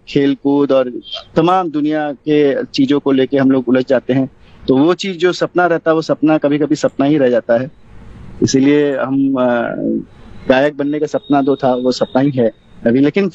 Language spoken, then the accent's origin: Hindi; Varanasi, Uttar Pradesh, India; born there; हमारे वहाँ पे बनारस में एक छोटी सी स्कूल थी गीताली करके